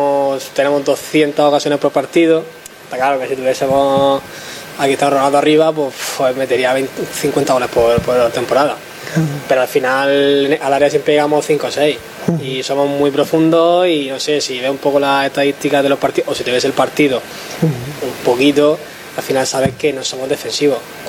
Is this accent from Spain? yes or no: yes; Murcia, Region of Murcia, Spain; Yo también soy bastante murciano